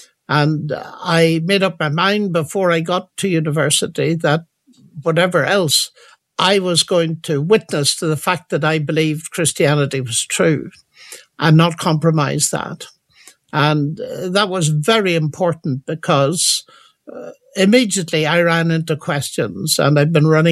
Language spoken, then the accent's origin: English; Northern Ireland, United Kingdom; born or raised there; moved away